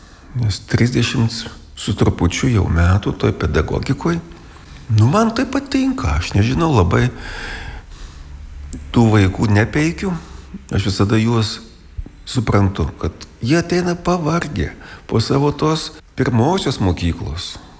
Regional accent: Samogitia, Lithuania; esam lietuviai, jų žemaičiai tokie. Lietuviai su tokiu klaustuku, ar kaip. Nu tai va, matot, tas mūsų regionas išsaugojo tą savitumą labiausiai.

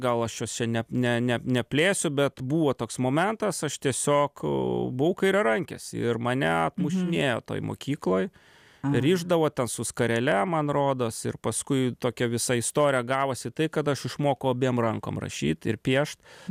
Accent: Klaipėda, Klaipėda County, Lithuania; Pokario, jo, sovietmečio, kur aš užaugau Klaipėdą ir man buvo įdomu, kas ta raudona plita

